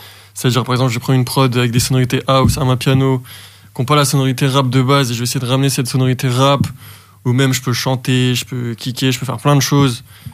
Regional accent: Brest, Brittany, France; artiste de 26 ans, je suis originaire de Brest.

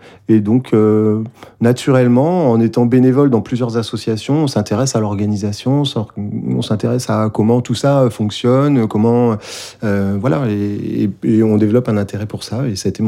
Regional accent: Lesneven, Brittany, France; moved away as an adult; now in Brest, France; je suis un Brestois. Un Brestois d'adoption, parce que je viens de Lesnevin, tout à côté, et j'ai fait mes études à Brest. Voilà, je suis arrivé à Brest en 1992, et j'ai fait mes études à l'université de Brest.

